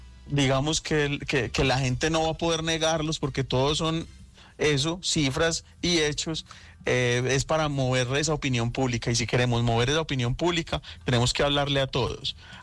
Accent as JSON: {"language": "Spanish", "region": "Antioquia", "country": "Colombia", "said": "como país, como raza, como antioqueños."}